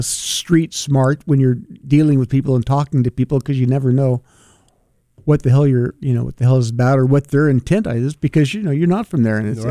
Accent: United States; being an American, I think we're kind of limited.

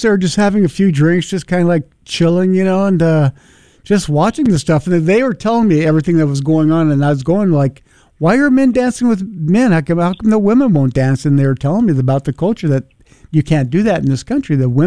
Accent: United States; I'm an American dude

